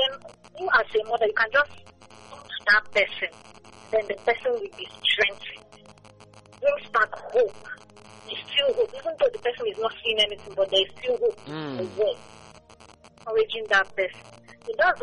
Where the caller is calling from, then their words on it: Aba, Abia, Nigeria; I'm calling from Abba.